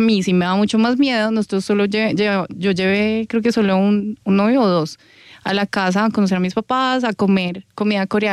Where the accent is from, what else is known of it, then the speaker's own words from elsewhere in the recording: Colombia; Pero entonces nosotras crecimos en Colombia